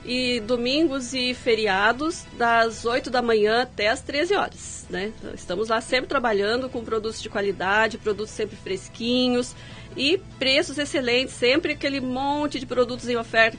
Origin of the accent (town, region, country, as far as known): Brazil